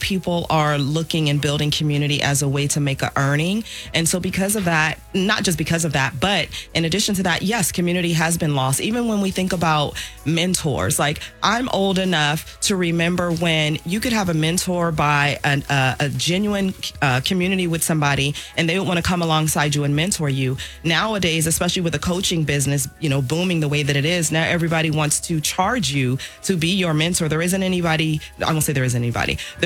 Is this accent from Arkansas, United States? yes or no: yes; Arkansas, United States; also born or lived in Missouri; now in California, United States; I was born in Missouri, raised in Arkansas, and been in California for a long time.